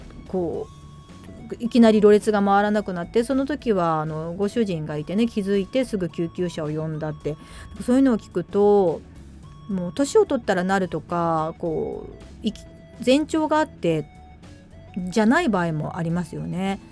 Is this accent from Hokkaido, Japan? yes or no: yes; Hokkaido, Japan; 本当にどさんこの人間としてはもう体が、まあ、年齢的にもそうですけどね、対応力がなくなってきてるのでちょっと辛さがありますね。